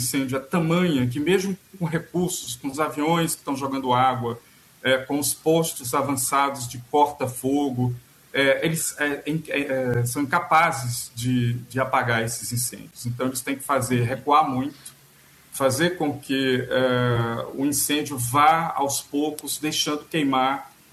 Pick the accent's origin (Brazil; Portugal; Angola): Brazil; Pernambuco; eu sou pernambucano, sou do estado